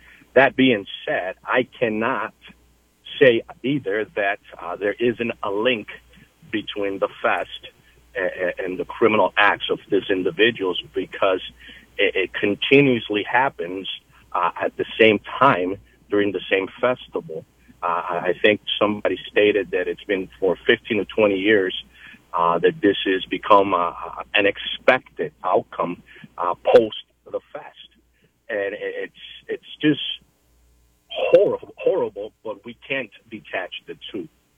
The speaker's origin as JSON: {"language": "English", "town": "Santa Isabel", "country": "Puerto Rico", "tie": "born or raised there", "said": "I was born and raised up in Puerto Rico. I grew up in one of the worst places at that time, Residencial Rincón Taíno in Santa Isabel, Puerto Rico."}